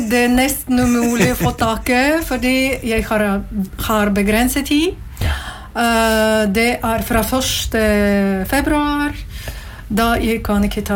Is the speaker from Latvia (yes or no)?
yes; Latvia; Norwegian is a second language; now in Norway; Jeg kom fra Latvia, og så bor i Norge 14 år.